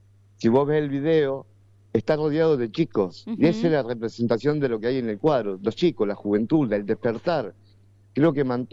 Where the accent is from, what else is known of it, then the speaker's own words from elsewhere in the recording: Roldán, Santa Fe, Argentina; yo soy de la ciudad de Roldán.